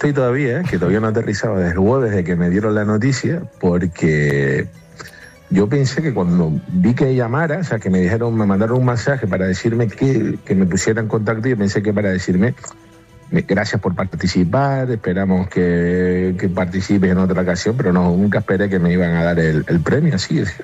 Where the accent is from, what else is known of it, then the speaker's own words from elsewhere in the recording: Canary Islands, Spain; soy el primer canario que gana este premio